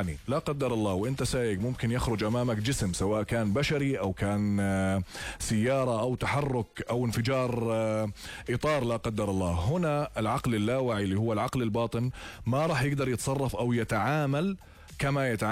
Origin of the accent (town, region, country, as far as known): Jordan